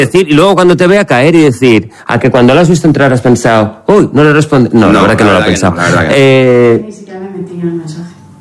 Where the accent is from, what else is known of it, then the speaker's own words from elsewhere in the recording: Valencian Community, Spain; Siendo yo valenciano es una expresión complicada.